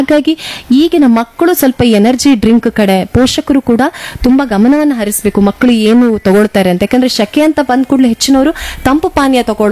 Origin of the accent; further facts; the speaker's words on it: Karnataka, India; ಯಾಕಂದ್ರೆ ಈಗ ಈ ಬಿಸಿಲಾಘಾತದಿಂದ ನಮ್ಮ ಊರಲ್ಲಿ 40°C ಇಲ್ಲದೆ ಇದ್ರೂ ಸಹ 35°C ನಮ್ಗೆ ಸಾಕಾಗ್ತದೆ ಉಡುಪಿ ಮಂಗಳೂರಿನವರಿಗೆ.